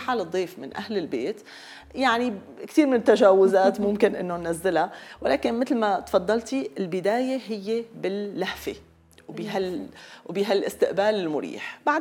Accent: Syria; أسلوب حديثنا كسوريين. نحن مننطلق كتير، منحكي بصوت عالي

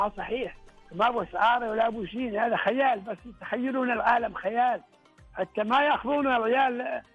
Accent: Ha'il, Ha'il Province, Saudi Arabia; وعن حايل، وعن الحدائق بالحايل، وعن المهرجانات، وعن ركزت أنا على ديرتي على مس جدي بالذات

